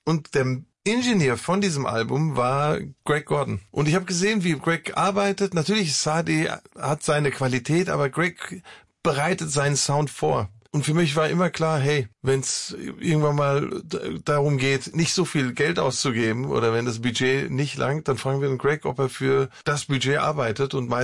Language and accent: German; Armenia; Das ist für mich als Armenier eine Steilvorlage.